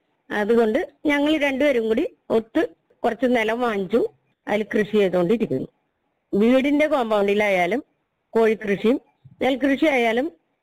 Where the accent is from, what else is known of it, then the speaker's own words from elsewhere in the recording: Kerala, India; moved away as an adult; now in Mowlassery, Nedumbassery, India; ഞാൻ മൗലശ്ശേരിയിലാണ് ഇപ്പോൾ ജീവിക്കുന്നത്. ഞാൻ ജനിച്ചത് പുത്തുമല്ലിയുടെ പഞ്ചായത്തിന്റെ ചെറുകിടപ്പുറ ഏരിയ എന്ന് പറയും, അവിടെയാണ് ജനിച്ചത്. അവിടെ നിന്ന് ഞാൻ കല്യാണം കഴിഞ്ഞാണ് മൗലശ്ശേരിക്ക് വരുന്നത്, നെടുമ്പാശ്ശേരി പഞ്ചായത്തിന്റെ 1-ാം വാർഡിലേക്ക്.